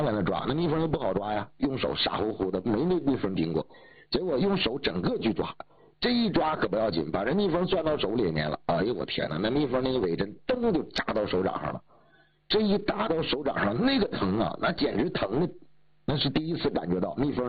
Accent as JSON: {"language": "Chinese", "region": "Northeast China", "country": "China", "tie": "born or raised there", "said": "这个我们老家呀有个小院子，我们家是500多平米，我记得是560还是570，就这样的一个院子。那你看东北这个地方啊那个年代呢这个房子都不大"}